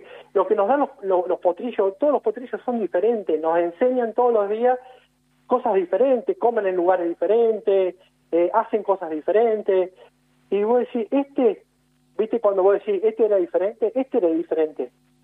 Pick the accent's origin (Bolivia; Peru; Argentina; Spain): Argentina; Buchardo, Córdoba; que es de mi pueblo, de Buchardo, somos amigos